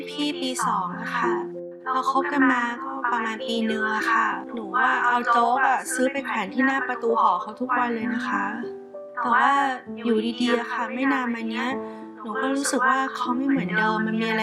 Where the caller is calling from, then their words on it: Bangkok, Thailand; บ้านอยู่อ่อนนุชค